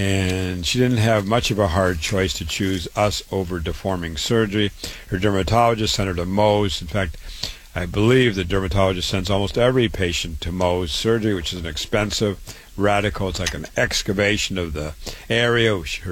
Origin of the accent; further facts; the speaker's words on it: Waterloo, Iowa, United States; I was born and raised in Waterloo, Iowa.